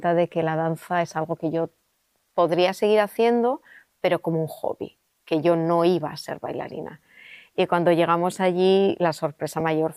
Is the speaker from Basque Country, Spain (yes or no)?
yes; Zumaia, Basque Country, Spain; yo soy de Zumaya, un pueblo que hoy en día tiene 10.000 habitantes y en la época ni eso.